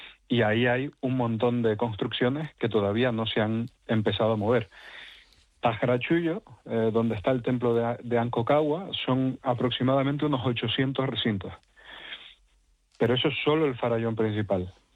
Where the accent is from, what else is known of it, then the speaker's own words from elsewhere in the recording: Canary Islands, Spain; Bueno, soy canario, o sea, subimos y bajamos todos los días a las montañas. Las islas son muy, muy escarpadas y yo vivo en Tenerife